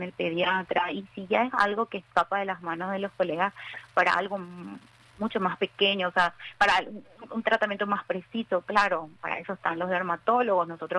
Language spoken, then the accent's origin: Spanish; Paraguay; Nosotros somos paraguayos, tenemos calor siempre, así que el hecho de vivir en Paraguay y sudar luego ya es un gatillante, ¿verdad?